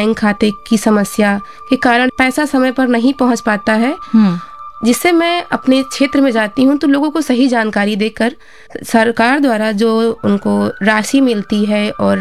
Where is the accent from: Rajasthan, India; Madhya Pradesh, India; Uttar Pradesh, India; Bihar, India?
Uttar Pradesh, India; Gonda; मैं गोंडा नगर से हूँ